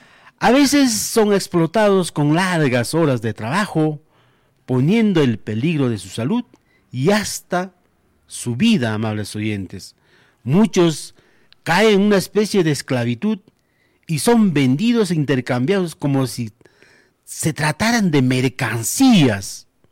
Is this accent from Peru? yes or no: yes; Peru; como peruanos, deberíamos de evitar la explotación de estos niños